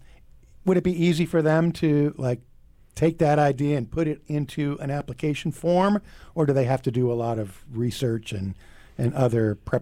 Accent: Boston, Massachusetts, United States; I grew up in Boston

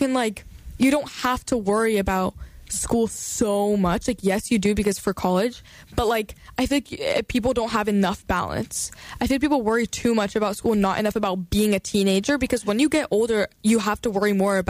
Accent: New York, United States; now in North Carolina, United States; I tell them that I'm from New York.

